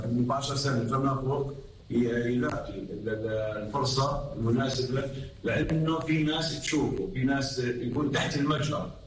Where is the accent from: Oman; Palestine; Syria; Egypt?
Palestine; الاوضاع الداخليه عندنا في البلد